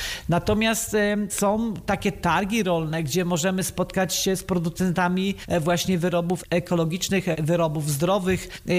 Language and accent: Polish; Jelenia Góra, Lower Silesian Voivodeship, Poland